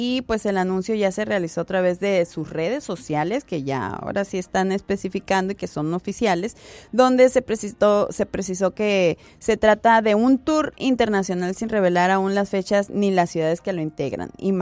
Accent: Mexico; yo como buena mexicana

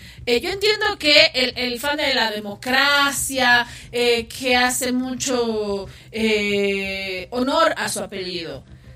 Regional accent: Bolivia; nos hace como bolivianos entrar en una crisis que creo que no la merecemos

